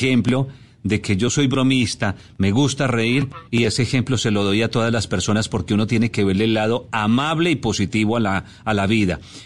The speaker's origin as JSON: {"language": "Spanish", "country": "Colombia", "moved": "yes", "lives_now": "Panama", "said": "Yo soy orgullosamente colombiano, pero mi deber, mi misión está aquí en Panamá"}